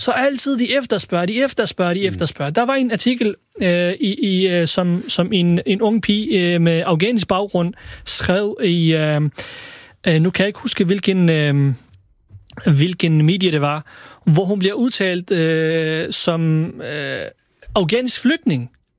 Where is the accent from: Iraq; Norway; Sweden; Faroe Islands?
Iraq; Danish is a second language; now in Denmark; Og jeg er født og opvokset i Irak. Men jeg er dansk i hjertet